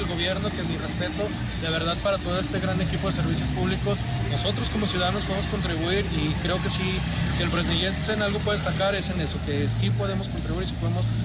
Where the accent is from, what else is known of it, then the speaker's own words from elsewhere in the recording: Fresnillo, Zacatecas, Mexico; nosotros como fresnillenses